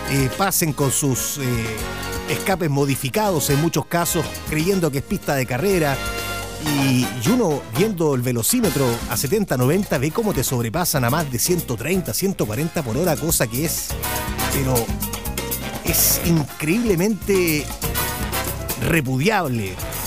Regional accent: Hualpén, Biobío, Chile; Son cerca de 40 kilómetros que tengo que conducir hasta mi tierra natal de Hualpén.

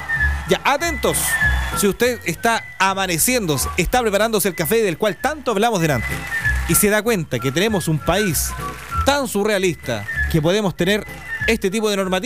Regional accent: Chile

